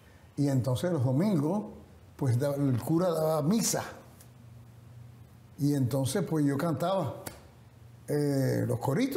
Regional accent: Cuba; now in United States; Pues yo de pequeño creí en mí que podía cantar. Sin embargo, pasó mucho tiempo, salí de Cuba, llegué a Estados Unidos, estuve en un orfelinato por 3 años y medio.

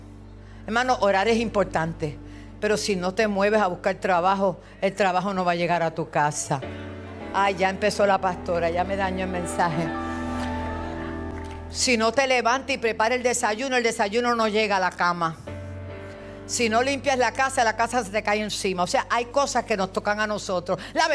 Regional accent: Puerto Rico; los boricuas somos la gente más trabajadora, somos la gente más sincera, más íntegra, la gente que produce. Los boricuas somos otra cosa porque somos de Dios.

